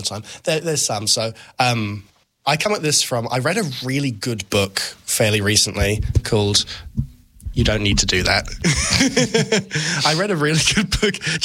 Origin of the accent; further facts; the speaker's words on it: England, United Kingdom; moved away; I'm from England